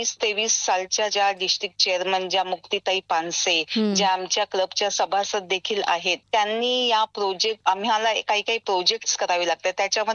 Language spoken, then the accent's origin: Marathi; Mumbai, Maharashtra, India; now in Pune, India; मी मुळची मुंबईची. माझं शालेय शिक्षण आणि कॉलेजचं शिक्षण 12वी पर्यंत मुंबईतच झालं